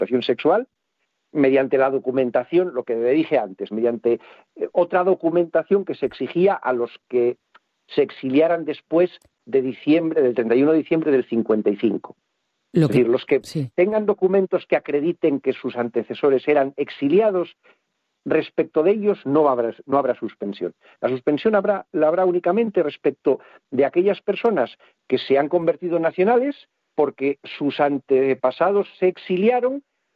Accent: Spain; Aquí se trata simplemente de que soy español

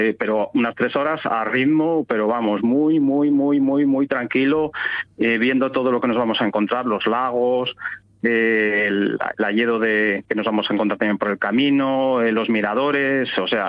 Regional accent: Cangas del Narcea, Asturias, Spain; De mi tierra, esta vez, a la otra Cangas que tenemos, que es la de Onís.

